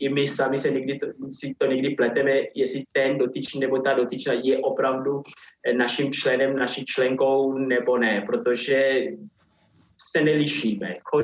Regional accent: Angola; Czech is a second language; now in Czechia; Mám dva domovy, když tady opravdu jako žijí díl, ale pořád se cítím zároveň i jako Angolán a Česko beru jako svůj druhý domov.

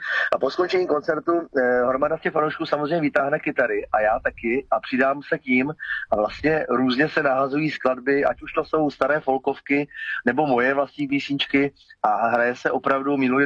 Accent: Ivančice, South Moravian Region, Czechia; born there; což je řeka Oslava, to je moje rodiště tady kolem Ivančic, kde jsem se narodil

